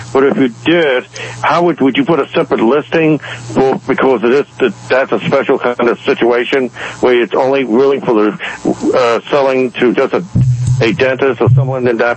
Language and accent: English; Washington, District of Columbia, United States; This is from my experience when I was growing up in Washington, D.C., that I knew there was a home office of that sort